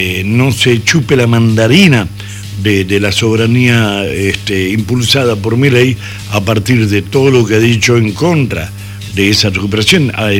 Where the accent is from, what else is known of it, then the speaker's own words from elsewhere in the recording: Argentina; como argentino lo digo